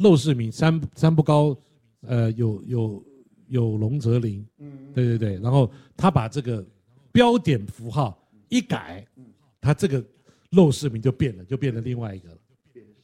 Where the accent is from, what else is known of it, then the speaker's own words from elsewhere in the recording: Taiwan; 我们就是台湾人